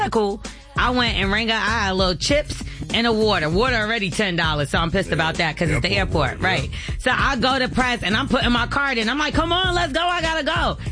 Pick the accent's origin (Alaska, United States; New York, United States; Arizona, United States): New York, United States; Brooklyn; Because Golden Crest, I'm from Brooklyn.